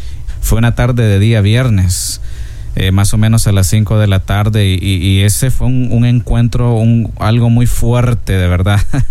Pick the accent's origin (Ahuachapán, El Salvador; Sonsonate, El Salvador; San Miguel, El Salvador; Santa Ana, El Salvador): San Miguel, El Salvador; Chinameca; es un salvadoreño, vivo en El Salvador, en un pueblito que lleva por nombre Chinameca, en el oriente del país.